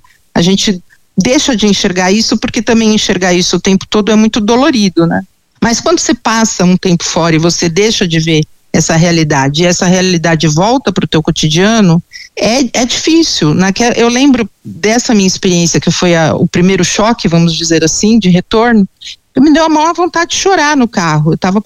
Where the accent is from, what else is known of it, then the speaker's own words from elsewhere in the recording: São Paulo, Brazil; eu sou aqui de São Paulo, eu desci em Cumbica, e eu até hoje eu moro na Zona Leste, na época eu morava aqui também, né, mas num outro bairro.